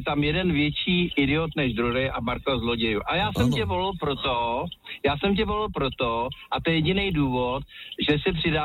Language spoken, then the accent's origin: Czech; Prague, Czechia